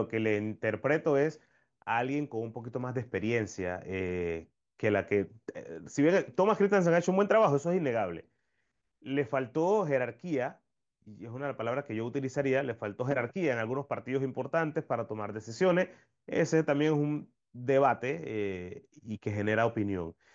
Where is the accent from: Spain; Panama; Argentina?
Panama; soy periodista, pero soy panameño.